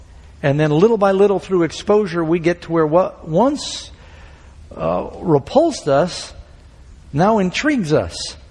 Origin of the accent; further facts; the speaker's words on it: New York City, New York, United States; moved away; I remember growing up in New York City